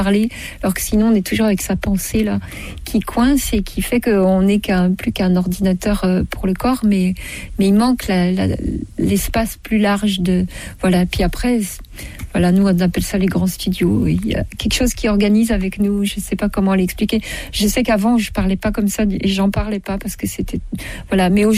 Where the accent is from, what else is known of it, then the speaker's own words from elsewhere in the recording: Paris, Île-de-France, France; born there; moved away; Moi, je suis née à Paris.